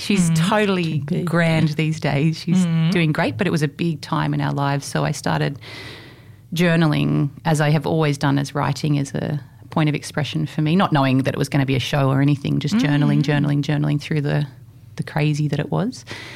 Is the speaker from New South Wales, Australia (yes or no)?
yes; Sydney, New South Wales, Australia; now in Alice Springs, Australia; But I was born and raised on Darug country in Western Sydney, so Burramattagal people down that way.